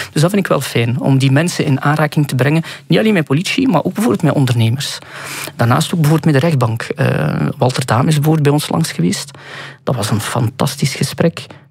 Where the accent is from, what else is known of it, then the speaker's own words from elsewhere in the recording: Sint-Niklaas, Flanders, Belgium; ik kom dan uit Sint-Niklaas, op het moment dat ik dan heel actief was in grootsteden